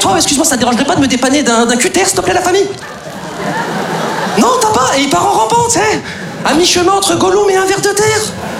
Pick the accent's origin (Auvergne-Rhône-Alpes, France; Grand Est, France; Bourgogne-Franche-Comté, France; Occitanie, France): Auvergne-Rhône-Alpes, France; Lyon; now in Paris, France; je suis originaire de province, je suis originaire de Lyon. Et c'est vrai qu'avant de m'installer sur Paris, j'avais des petites appréhensions sur cette ville